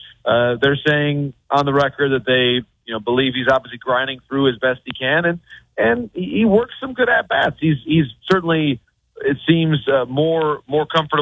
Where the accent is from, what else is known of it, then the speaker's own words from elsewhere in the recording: Midwest, United States; I'm from the Midwest in a small town, Mike.